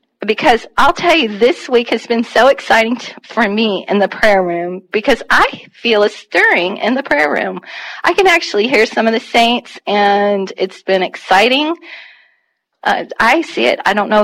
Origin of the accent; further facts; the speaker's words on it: Moffett Field, California, United States; I grew up in Moffett Field, around Moffett Field.